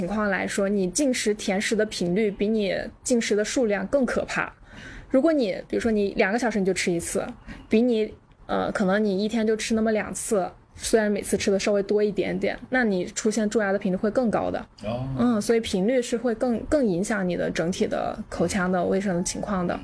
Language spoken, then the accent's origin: Chinese; China